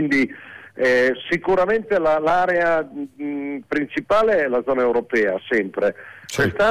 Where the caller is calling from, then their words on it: San Marino; sono da San Marino. Tutti.